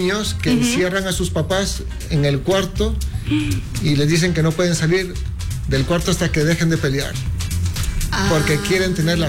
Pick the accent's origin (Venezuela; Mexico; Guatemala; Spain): Guatemala; moved away; cuando yo volví a Guatemala, soy guatemalteco, pero viví muchos años fuera.